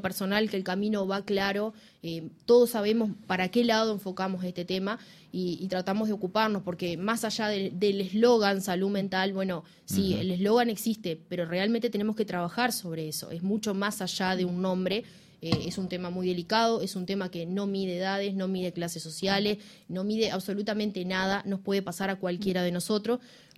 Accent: Paysandú, Uruguay; yo en mi caso soy de Paysandú, no hay quien no diga qué buena la fiesta de la cerveza.

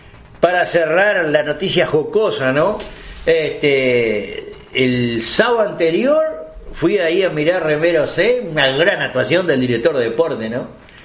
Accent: Salto, Uruguay

